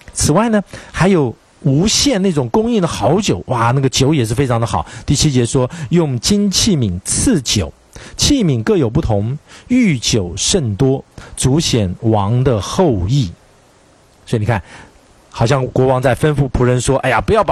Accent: China

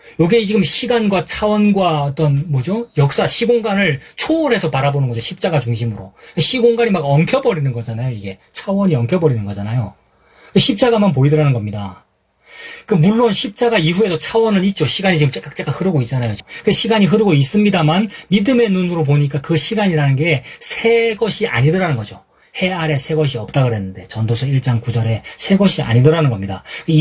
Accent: Gyeongsang, South Korea; 내 고향이 대구는 아니지만 경상도 사람이니까 알아듣는단 말입니다.

